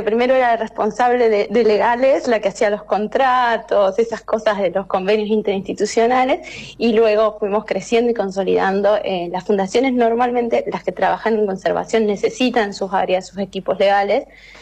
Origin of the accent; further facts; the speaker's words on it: Famatina, La Rioja, Argentina; born there; now in Córdoba, Argentina; soy una famatinense, una muy orgullosa famatinense.